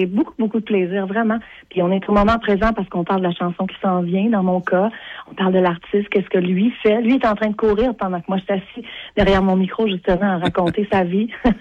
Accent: Quebec, Canada; Puis moi, je suis québécoise et canadienne à la fois, c'est ça.

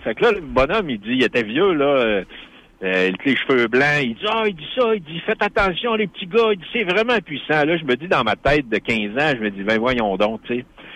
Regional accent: Alma, Quebec, Canada; born there; Ouais, puis là, je m'en vais en Alberta, parce que j'étais né du Québec.

